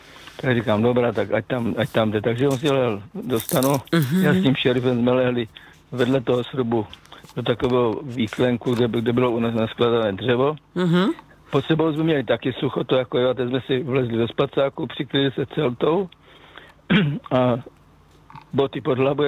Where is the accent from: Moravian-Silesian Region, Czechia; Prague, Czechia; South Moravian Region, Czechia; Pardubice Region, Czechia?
South Moravian Region, Czechia; tam byli kluci z A6 z Prahy a tak dále, a já jsem tam z Jižní Moravy, takže na víkendy jsme nepravidelně jezdili domů